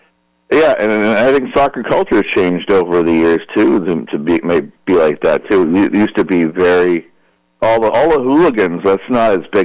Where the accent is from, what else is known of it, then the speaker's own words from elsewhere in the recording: United States; Like everybody in Lawrence, Kansas learned the Algerian national anthem. I was very, very proud of that as an American.